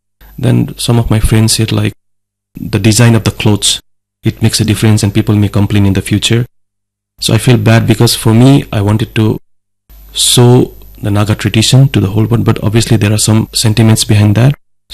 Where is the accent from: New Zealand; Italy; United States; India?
India; Sikkim; moved away as an adult; now in Nagaland, India; I'm from Sikkim, and Sikkim and Darjeeling is quite near. It's tea growing place.